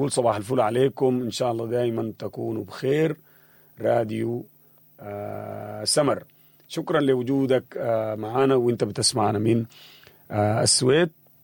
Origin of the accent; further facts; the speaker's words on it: Sudan; نحن كسودانيين نقدر نحول المنافسه من وهم صراع ضد الآخر لحب وجمال وإبداع